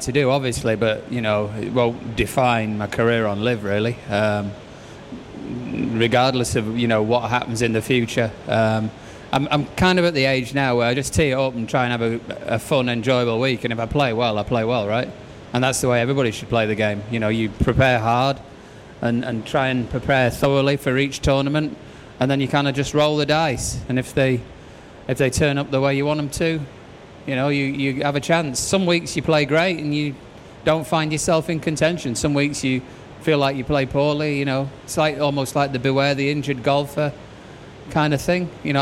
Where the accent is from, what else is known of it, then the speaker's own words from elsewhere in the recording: Worksop, East Midlands, United Kingdom; just a young lad from Worksop